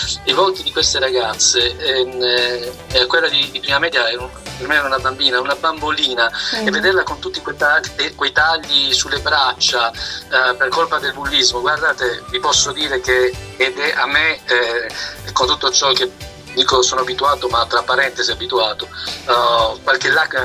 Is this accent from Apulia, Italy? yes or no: yes; Brindisi, Apulia, Italy; born there; now in Bari, Italy; Sono nato a Brindisi